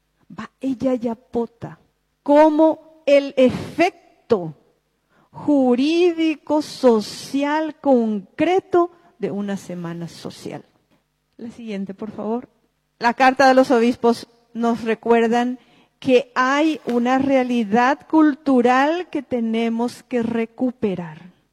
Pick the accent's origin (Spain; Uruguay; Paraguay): Paraguay; ¿Cómo recuperar el valor que nos identifica como paraguayos?